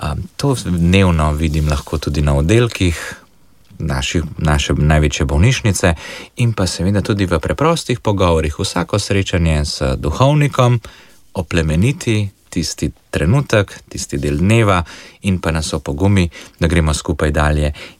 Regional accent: Kranj, Upper Carniola, Slovenia; Glede na to, da sem doma iz Mlake pri Kranju, torej župnija Kokrica, imam Brezje zelo blizu

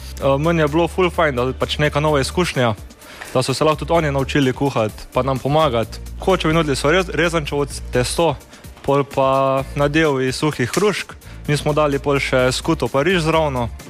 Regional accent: Slovenj Gradec, Carinthia, Slovenia; prihajam iz Slovenjgradca, obiskujem gostinski program, smer kuhanje, GTN program.

